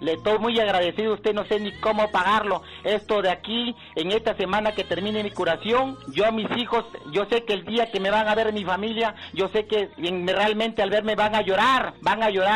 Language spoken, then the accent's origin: Spanish; Piura, Peru; yo soy del norte, soy de Piura